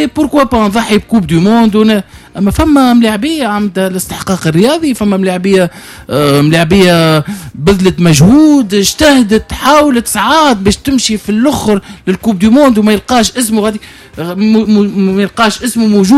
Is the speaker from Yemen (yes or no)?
no; Tunisia; احنا التوانسه